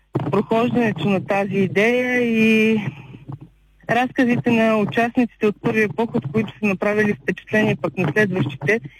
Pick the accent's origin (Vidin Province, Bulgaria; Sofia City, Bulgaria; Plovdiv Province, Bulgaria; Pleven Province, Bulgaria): Plovdiv Province, Bulgaria; Plovdiv; И единствените участници от Пловдив сме ние, хуманитарната гимназия и нашата група.